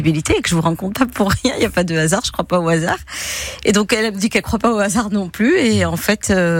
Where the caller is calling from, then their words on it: Nice, Provence-Alpes-Côte d'Azur, France; Je lui dis, non, je suis pas du tout parisienne, je suis niçoise